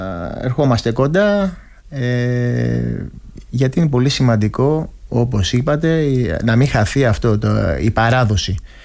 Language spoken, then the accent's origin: Greek; Greece; now in Germany; Και βάλτε και πόσοι Έλληνες νοσηλευτές ή βοηθοί νοσηλευτών, όπως καλή ώρα είμαι εγώ, φύγουν από τη Γερμανία.